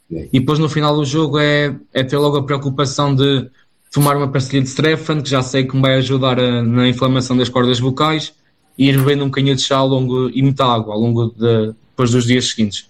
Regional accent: Bragança, Portugal; accent: Bragança; um sotaque da minha terra, lá do Norte de Bragança, mas ao início tinha um bocadinho essa dificuldade com o meu próprio sotaque, porque eu dizia as palavras de uma maneira diferente

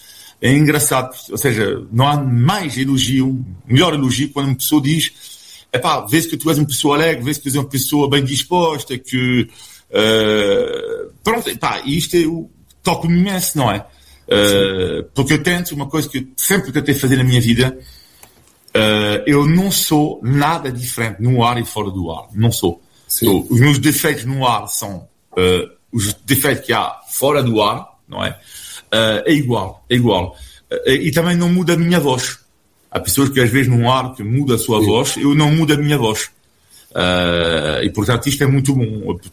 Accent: France; now in Portugal

